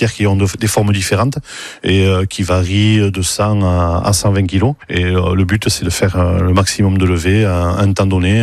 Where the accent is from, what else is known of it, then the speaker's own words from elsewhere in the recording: Hendaye, Nouvelle-Aquitaine, France; je suis natif d'Hendaye, j'ai 51 ans